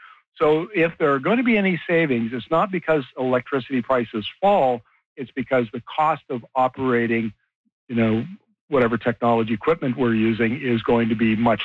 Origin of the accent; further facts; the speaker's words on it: Gillam, Manitoba, Canada; moved away; as a former Manitoba boy, I grew up in Gillam